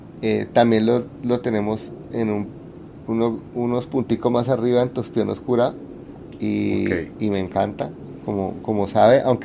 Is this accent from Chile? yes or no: no; Colombia; porque somos colombianos